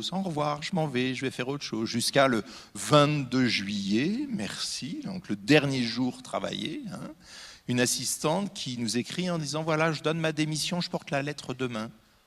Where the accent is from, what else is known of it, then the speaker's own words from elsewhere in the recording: Normandy, France; Je suis normand, hein. Un pommier, je le connais.